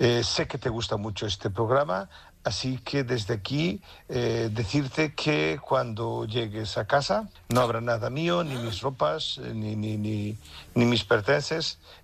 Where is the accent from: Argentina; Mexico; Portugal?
Portugal; Pa, buen día. … Soy portugués.